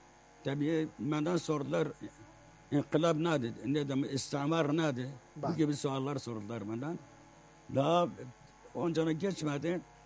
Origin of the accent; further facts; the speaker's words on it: Tuz Khurmatu, Saladin Governorate, Iraq; Ettikten sonra tabii Duz'da ilkokula girdim 1943.